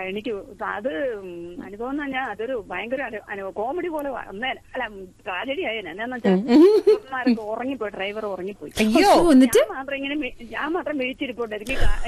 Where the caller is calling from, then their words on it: Eloor, Kerala, India; ഞാൻ ഏലൂരുള്ള കേരളം